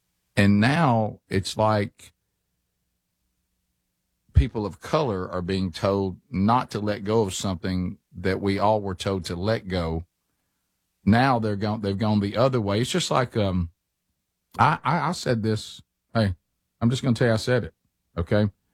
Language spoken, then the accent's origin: English; Alabama, United States; I'm also tired of people assuming, since I'm from Alabama, that I'm dumb.